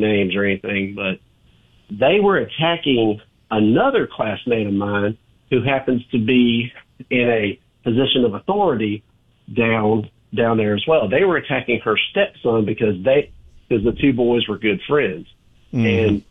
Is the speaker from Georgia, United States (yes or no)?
no; Mississippi, United States; I'm from the Mississippi Gulf Coast